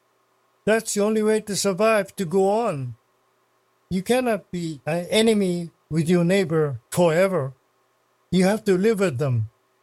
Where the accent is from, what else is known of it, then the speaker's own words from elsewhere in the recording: Canada; I'm a Canadian, and I listened to my parents and grandparents. They were treated like enemies.